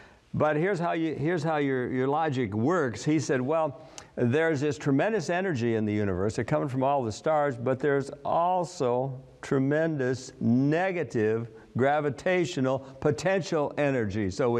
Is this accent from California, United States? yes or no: no; Minnesota, United States; I was raised in Minnesota, where we we're quite familiar with northern lights.